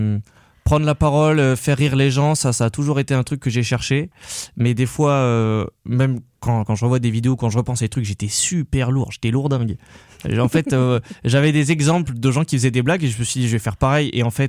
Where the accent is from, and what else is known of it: Grenoble, Auvergne-Rhône-Alpes, France; born or raised there